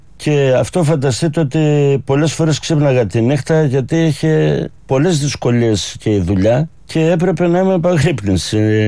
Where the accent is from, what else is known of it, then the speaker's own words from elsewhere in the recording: Western Greece, Greece; Κατάγομαι από ένα ορεινό χωριό του νομού Ηλίας, Αγία Τυριακή, κοντά στον Ερήμανθο